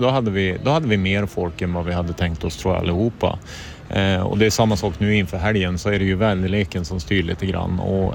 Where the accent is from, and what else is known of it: Sollefteå, Västernorrland County, Sweden; born or raised there